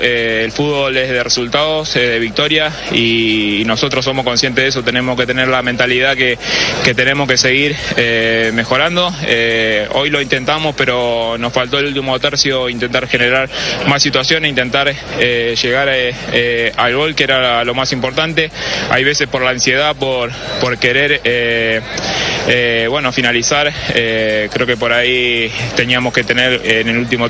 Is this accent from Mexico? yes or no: no; Argentina; soy un argentino más que va a alentar por ellos